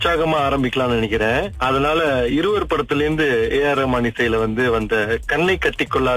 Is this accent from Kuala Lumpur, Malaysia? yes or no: yes; Kuala Lumpur, Malaysia; நான் பிறந்து வளர்ந்ததெல்லாம் செந்தூர் கோலாலம்பூர் தான்.